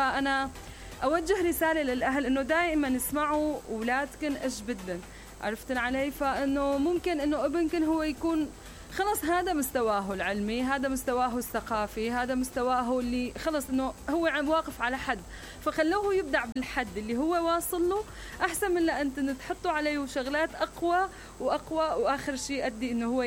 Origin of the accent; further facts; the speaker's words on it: Syria; نحن عندنا بسوريا